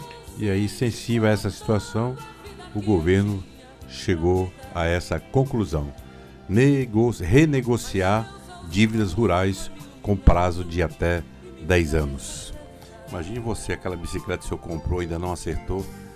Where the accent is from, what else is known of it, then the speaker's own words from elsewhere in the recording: Pará, Brazil; Rapaz, eu sou do Pará, tá em festa.